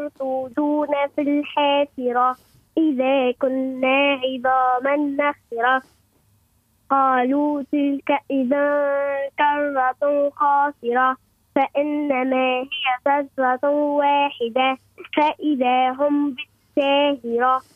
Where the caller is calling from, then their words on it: Kairouan, Kairouan Governorate, Tunisia; من القيروان